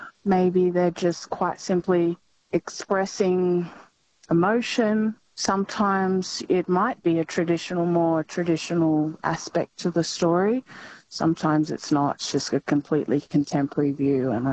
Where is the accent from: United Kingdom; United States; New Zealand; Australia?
Australia; Northern Territory; I myself, I'm originally not from WA. I'm from Northeast Arnhem Land myself.